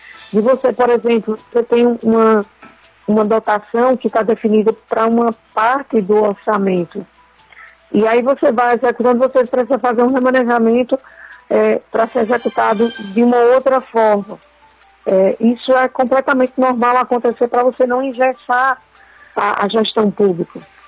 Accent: Pernambuco, Brazil

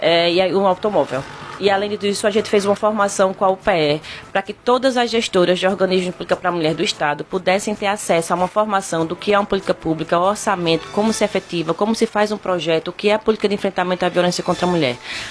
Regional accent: Caruaru, Pernambuco, Brazil; nascida e criada aqui em Caruaru, como eu já falei. Comecei a trabalhar muito cedo na Feira das Flancas de Caruaru.

